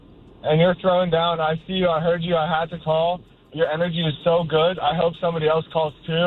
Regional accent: Los Angeles, California, United States; moved away as an adult; now in Boston, United States; As I moved here in November from Los Angeles, I'm an L.A. native

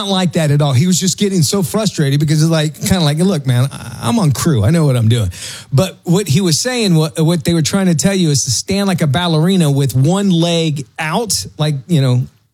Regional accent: England, United Kingdom; And I go, "No, I'm English."

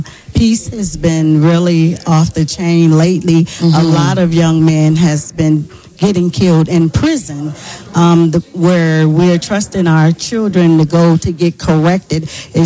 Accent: Buffalo, New York, United States; and I'm here from Buffalo, New York, representing my son Terrell that's here

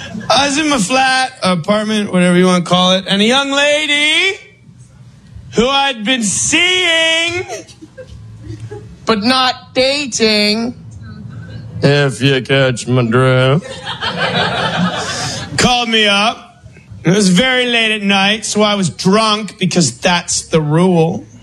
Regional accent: Canada; moved away; also born or lived in London; I'm from Canada, but I lived in London.

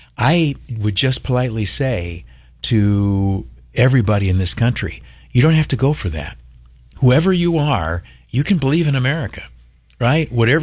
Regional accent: United States; I am an American first.

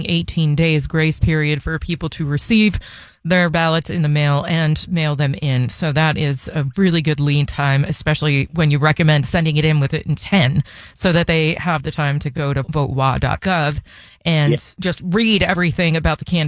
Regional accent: New York, United States; also born or lived in Connecticut; now in Seattle, United States; I grew up in New York, but I was living in Connecticut, and I moved out here

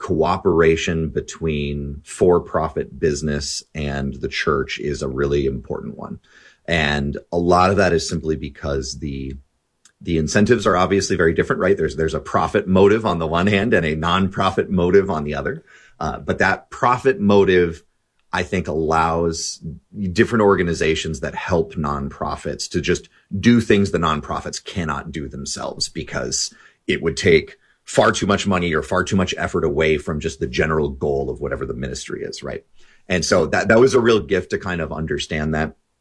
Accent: Minneapolis, Minnesota, United States; now in St. Paul, United States; So I live in St. Paul, Minnesota with my wife and my four kids. I'm a lifer. I grew up in the Minneapolis side of the river and then moved over here about 15 years ago.

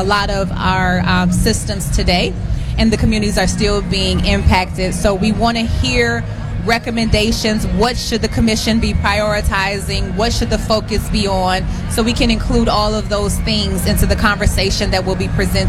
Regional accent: La Grange, Illinois, United States; also born or lived in Bronzeville, Chicago; I grew up in LaGrange.

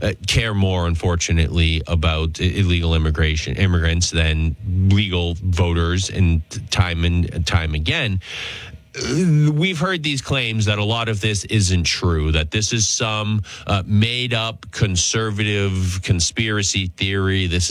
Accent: Massachusetts, United States; I have consistently referred to my home state of Massachusetts as a border state

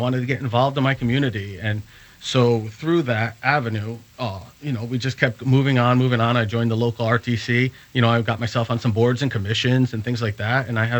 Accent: West Haven, Connecticut, United States; moved away as an adult; now in Guilford, United States; We grew up in the West Haven school system playing soccer.

